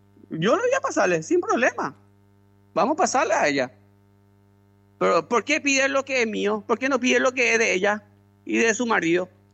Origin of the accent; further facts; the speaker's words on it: Pedro Juan Caballero, Amambay, Paraguay; soy ciudadano peruanino, he nacido y criado en esta ciudad. Nací allá, en la Internacional, donde comienza el Paraguay y donde termina el Paraguay.